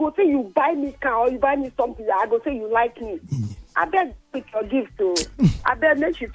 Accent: Lagos, Nigeria; I come from Banana Island.

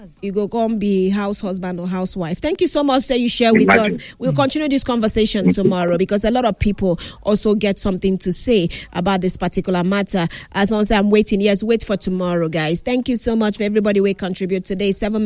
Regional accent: Nigeria; I'm a Nigerian.

